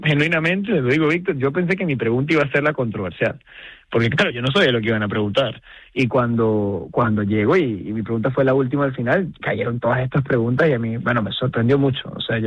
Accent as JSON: {"language": "Spanish", "country": "Venezuela"}